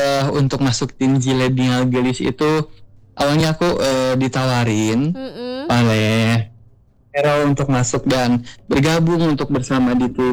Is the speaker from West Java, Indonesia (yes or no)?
yes; Cimahi, West Java, Indonesia; Kalau aku orang Cimahi asli, Kak.